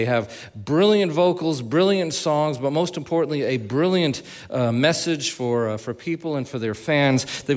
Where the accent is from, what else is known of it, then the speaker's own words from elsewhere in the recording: Lexington, Kentucky, United States; welcome everybody to the beautiful and the historic Lyric Theater in our hometown of Lexington, Kentucky.